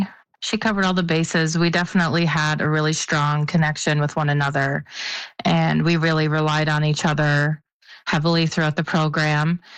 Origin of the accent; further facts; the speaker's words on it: Sheshatshiu, Newfoundland and Labrador, Canada; And growing up in Shetshoshi, I always wanted to work at their local clinic and, you know, serve the community and the surrounding communities.